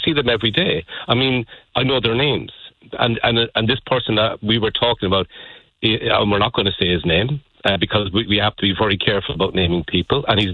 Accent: Cork, Munster, Ireland; Again, when I was growing up in Cork, there were maybe two or three, we used to call them winos.

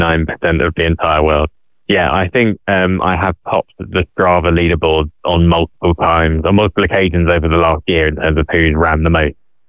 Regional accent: Frinton, East of England, United Kingdom; last year I quit my job, my corporate job, to move back to Frinton, my hometown, to spend time with my mum.

